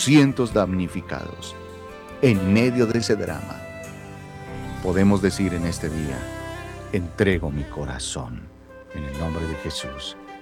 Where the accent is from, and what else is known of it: Colombia